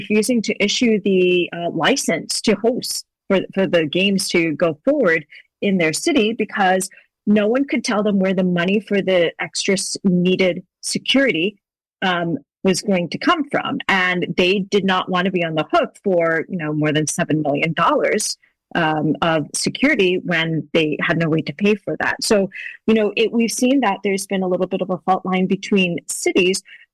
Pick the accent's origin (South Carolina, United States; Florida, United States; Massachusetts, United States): Massachusetts, United States; Boston; returning to my hometown of Boston